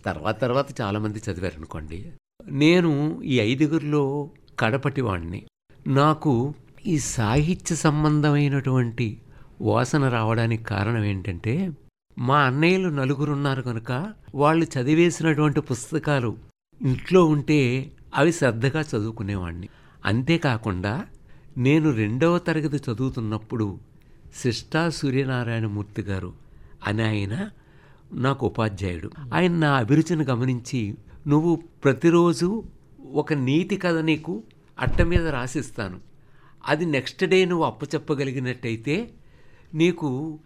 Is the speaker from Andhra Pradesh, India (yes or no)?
yes; Pasalapudi, Andhra Pradesh, India; born or raised there; also born or lived in Ramachandrapuram